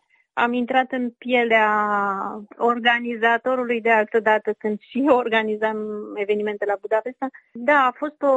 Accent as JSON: {"language": "Romanian", "country": "Romania", "said": "m-am simțit mândră că sunt și eu din România și nu m-am simțit, deci nu m-am simțit singură."}